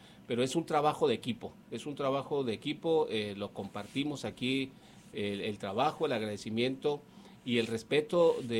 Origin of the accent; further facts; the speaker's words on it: Tijuana, Baja California, Mexico; born there; Yo nací en Tijuana, Baja California.